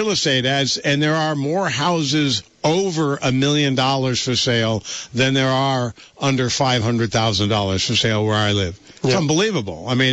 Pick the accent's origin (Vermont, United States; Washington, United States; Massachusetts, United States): Vermont, United States; South Dorset; one sort of replica of my family growing up in South Dorset, Vermont in the 50s